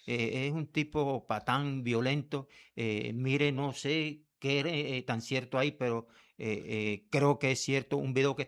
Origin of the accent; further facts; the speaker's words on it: Colombia; como colombiano que soy